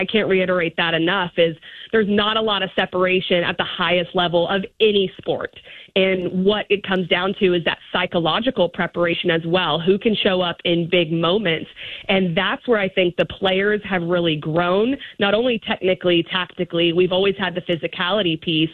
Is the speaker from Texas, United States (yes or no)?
yes; Texas, United States; Oh my gosh, I'm such a Texan